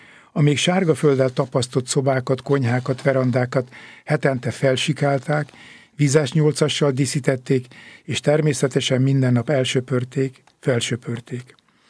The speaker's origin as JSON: {"language": "Hungarian", "town": "Törökkoppány", "region": "Somogy", "country": "Hungary", "tie": "born or raised there", "moved": "yes", "said": "Emlékszem, szülőfalunkban, Törökkoppányban"}